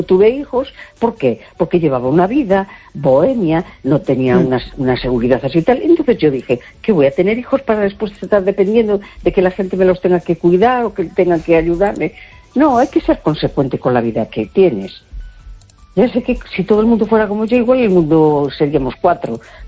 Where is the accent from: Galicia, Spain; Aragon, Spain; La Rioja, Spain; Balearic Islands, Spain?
Galicia, Spain; A Coruña